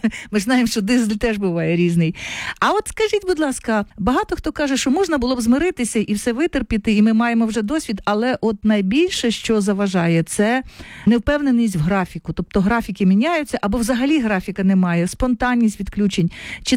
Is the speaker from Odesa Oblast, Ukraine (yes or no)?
no; Kyiv, Ukraine; Київ, от я можу сказати як